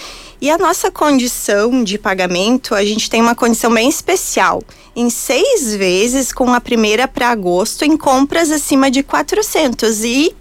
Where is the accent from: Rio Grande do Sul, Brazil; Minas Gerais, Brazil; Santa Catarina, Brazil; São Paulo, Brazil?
Rio Grande do Sul, Brazil; eu sou gaúcha